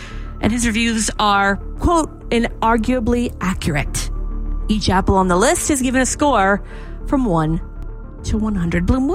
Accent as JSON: {"language": "English", "region": "Washington", "country": "United States", "said": "Now, as we are from Washington State, we know a thing or two about apples."}